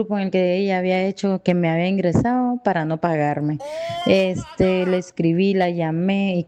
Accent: Bluefields, South Caribbean Coast Autonomous Region, Nicaragua; now in Costa Rica; Y como ella está en Bluefield, yo soy de Bluefield y yo estoy acá en Costa Rica.

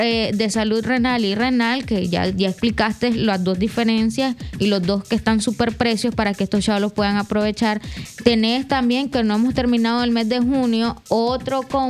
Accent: Nicaragua; ya hablemos como lo nica

